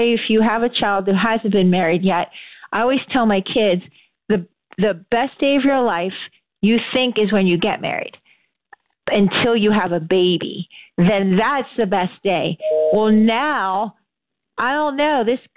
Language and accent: English; North, United States